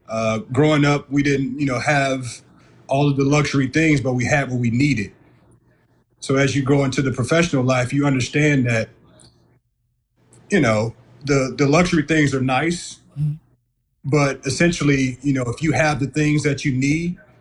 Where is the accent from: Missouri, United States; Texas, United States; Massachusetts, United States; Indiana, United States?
Missouri, United States; St. Louis; I'm a hometown kid, born and raised in St. Louis. This has always been home for me, even through the cities that I played in. I've always made my way back home, you know, in the summertime.